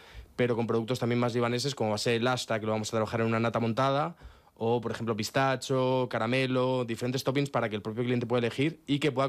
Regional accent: Spain; now in Madrid, Spain; como yo soy español y él es libanés

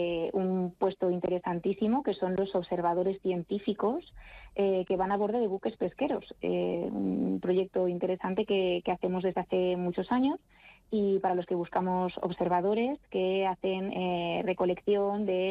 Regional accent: León, Castile and León, Spain; Yo siempre en España, porque además yo soy del norte, de León, que me encanta mi ciudad y siempre que puedo vuelvo.

